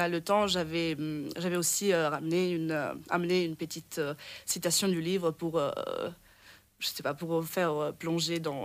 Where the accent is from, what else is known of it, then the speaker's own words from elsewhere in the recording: Syracuse, Sicily, Italy; French is a second language; moved away as an adult; now in Brussels, Belgium; Alors moi je viens d'Italie, je viens de la Sicile, plus précisément de Syracuse. Et voilà, je suis ici à Bruxelles depuis très peu de temps, disons 6 mois.